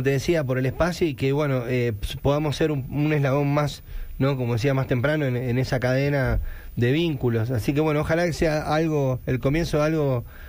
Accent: Quilmes, Buenos Aires Province, Argentina; Nuestra ciudad está sobre el río de la Plata, nosotros somos de Quilmes, posada sobre el río de la Plata.

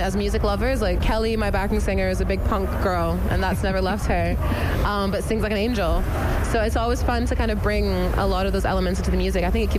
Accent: France; also born or lived in Germany / Aberdeen, Scotland / Glasgow, Scotland; Grew up in between France and Germany, actually, and then went to Scotland for uni. And then was in Aberdeen first. Big up the Dons.

